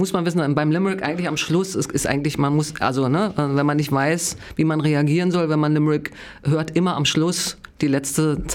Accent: Berlin, Germany; Nein, ich komme aus Berlin.

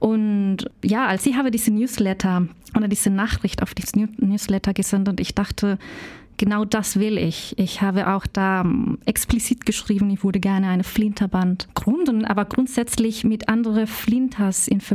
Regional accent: Chile; German is a second language; now in Germany; Ich komme aus Chile, aus Lateinamerika

